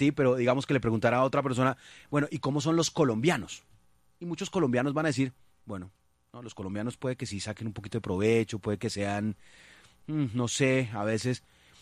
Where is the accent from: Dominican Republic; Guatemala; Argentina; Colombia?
Colombia; lo que creo de nuestra identidad común como colombianos.